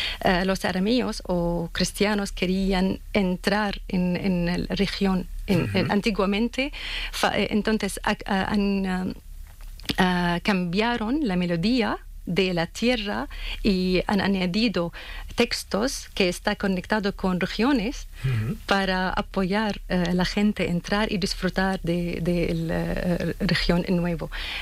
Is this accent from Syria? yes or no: yes; Damascus, Damascus Governorate, Syria; also born or lived in Homs; Sí, de Homs. Uh-huh. Pero aunque crecí en Damasco, pero nací en Homs.